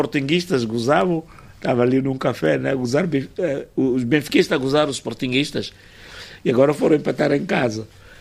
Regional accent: Vilanculos, Inhambane, Mozambique; Está lá na minha terra. Na nossa. Está em Vilanculos a passar férias, né?

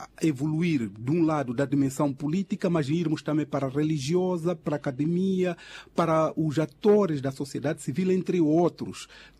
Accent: Mozambique; nós somos moçambicanos

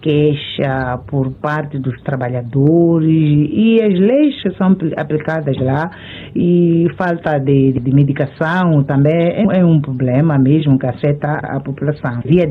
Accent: Mozambique; somos moçambicanos todos nós.

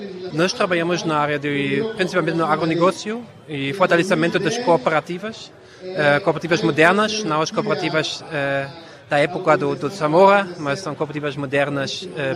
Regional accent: Germany; Portuguese is a second language; sou da Alemanha, venho de uma organização que se chama DGRW, uma ONG alemã

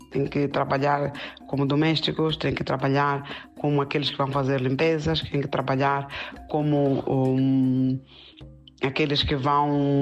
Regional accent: Mozambique; moved away as an adult; saí de Moçambique, graças a Deus, que eu já tinha 12ª e trouxe meus documentos já traduzidos.

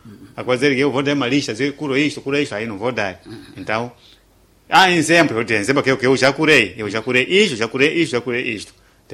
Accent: Tete, Mozambique; eu sou moçambicano, sou daqui, mas fui ver um pouco na África do Sul.

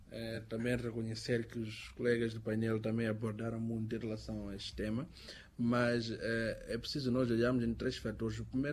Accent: Tete, Mozambique; eu sou de Tete

